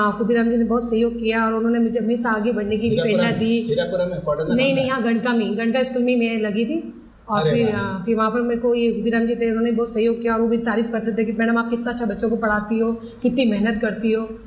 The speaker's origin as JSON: {"language": "Hindi", "town": "Abu Road", "region": "Rajasthan", "country": "India", "said": "मैं सातपुर से आती हूँ, सातपुर आबू रोड से आती हूँ।"}